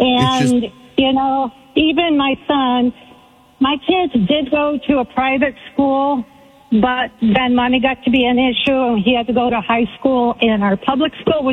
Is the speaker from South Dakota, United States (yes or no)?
no; Michigan, United States; now in Murphy, United States; Oh, Michigan. We moved here from Michigan.